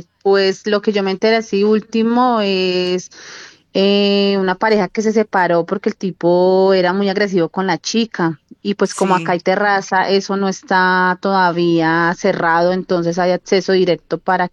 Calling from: Bogotá, Colombia

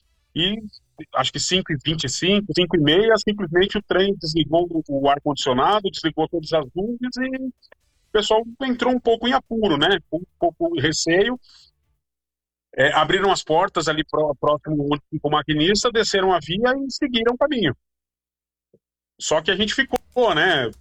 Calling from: Guarulhos, São Paulo, Brazil; Eu sou de Guarulhos, né?

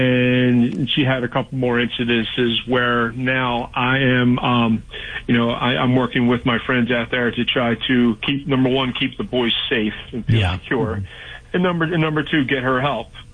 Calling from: Annapolis, Maryland, United States; I live in the Annapolis area.

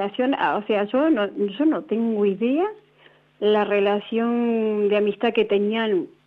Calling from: Neuquén, Argentina; De acá, Neuquén.

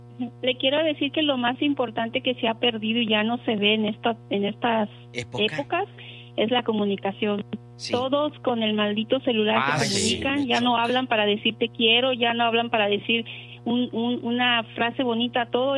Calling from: North Carolina, United States; soy de Carolina del Norte, no de California.

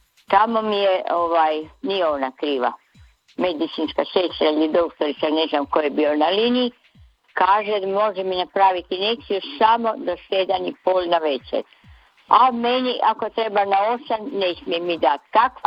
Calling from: Labin, Istria County, Croatia; Ja dolazim iz Labina.

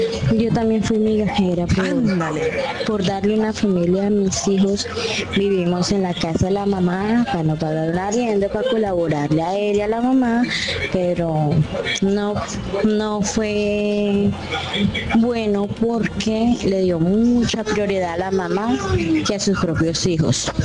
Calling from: Girardot, Cundinamarca, Colombia; los escucho desde la ciudad de Girardot.

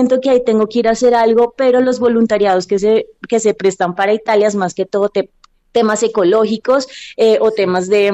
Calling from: Bogotá, Colombia

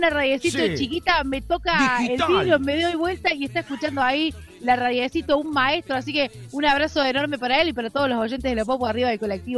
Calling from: Córdoba, Argentina

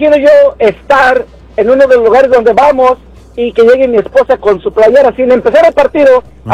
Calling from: Houston, Texas, United States; Yo vivo en Houston, sí.

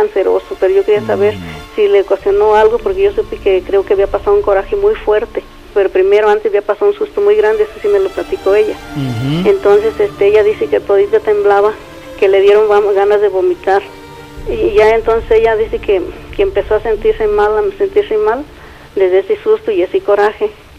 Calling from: San Agustín, Mexico; Acá, de San Agustín.

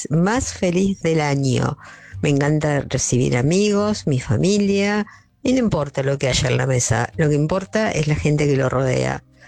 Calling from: Chacabuco, Buenos Aires Province, Argentina; Hola Luisa … de Chacabuco.

